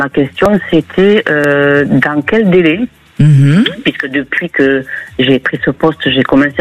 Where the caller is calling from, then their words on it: Occitanie, France; De Haute-Garonne.